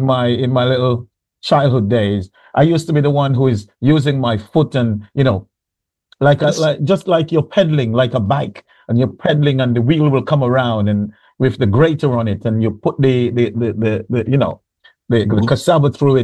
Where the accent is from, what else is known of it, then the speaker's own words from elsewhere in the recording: Montserrat; I'm from Flemings, man.